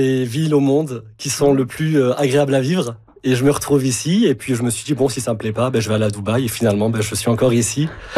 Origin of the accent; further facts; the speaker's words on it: Montpellier, Occitanie, France; also born or lived in Paris; now in Canada; De Montpellier, si exactement.